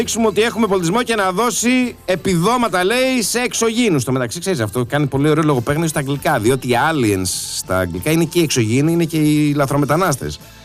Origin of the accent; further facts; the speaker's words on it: Central Greece, Greece; στο χωριό μου. Δηλαδή, φθιότιδα